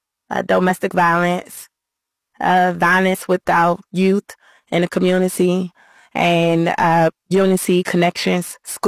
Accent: Prince George's County, Maryland, United States; Growing up in Prince George's County, we had a two-bedroom apartment. It was about 20 of us in that apartment, no lie.

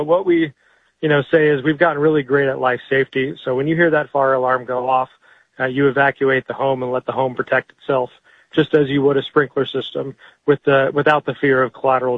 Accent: Altadena, California, United States; Early on, I witnessed the LA fires in my hometown of Altadena, and in looked at that devastation.

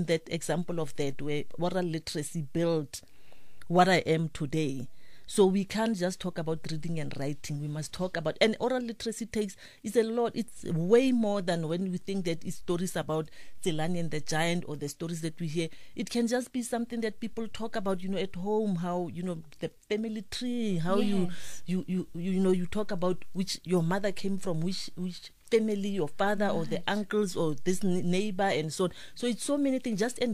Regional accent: Kuruman, Northern Cape, South Africa; I started as a librarian in Kuruman, in my hometown, in a library where it was way far from town and no one was coming.

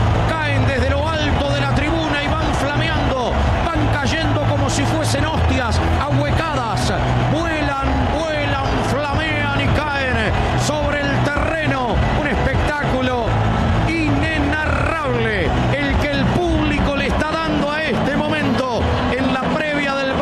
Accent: Argentina

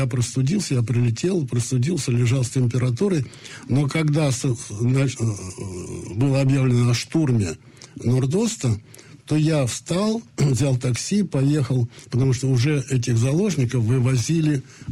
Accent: Russia; moved away; стране, в которой я родился, вырос, на языке, которого я разговариваю. Других у меня языков нет.

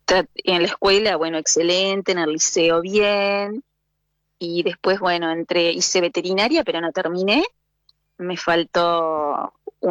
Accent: Argentina; Muy de mirar televisión argentina, radio argentina, soy muy argentina, me encanta

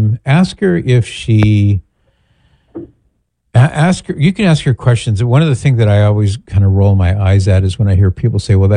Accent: California, United States

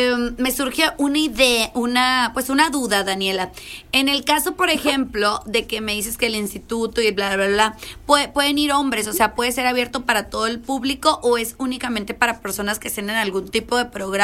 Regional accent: Mexico

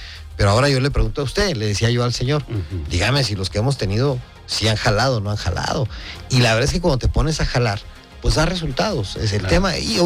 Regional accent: Ciudad Juárez, Chihuahua, Mexico; esta es mi tierra, es el lugar donde yo crecí, tengo un profundo amor por Juárez, y obviamente pues siempre estaré aquí

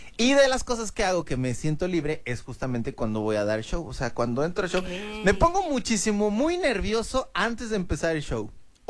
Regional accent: Mexico; Y, por supuesto, hay muchas cosas que nos identifican como mexicanos.

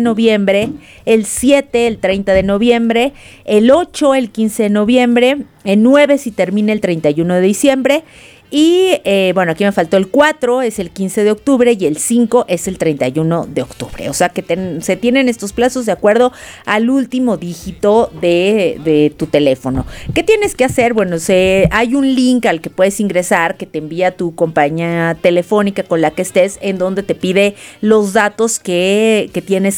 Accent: Mexico; somos los mexicanos

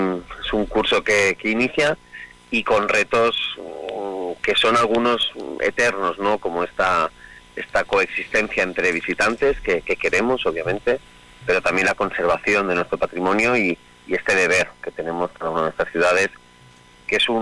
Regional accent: Spain

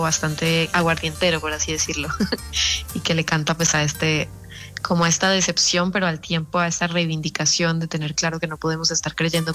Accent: Santander, Colombia; Bueno, yo soy una artista santandereana, ya con más de 20 años de carrera.

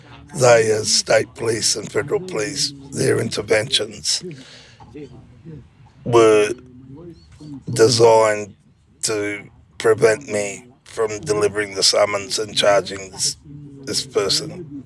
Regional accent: Kooma country, Australia; I'm a Kuma man, but I've also been a member of the Sovereign Movement since I was born. I'm not an Australian, I'm a free man.

